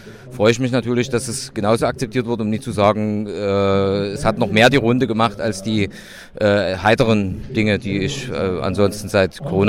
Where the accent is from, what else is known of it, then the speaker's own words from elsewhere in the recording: Dresden, Saxony, Germany; ich komme aus Dresden.